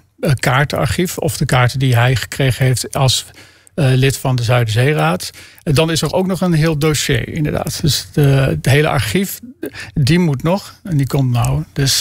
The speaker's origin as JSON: {"language": "Dutch", "region": "Flevoland", "country": "Netherlands", "tie": "born there", "said": "ik kom ook uit Flevoland. Dus ik, sinds kind ga ik al naar het Veluwemeer."}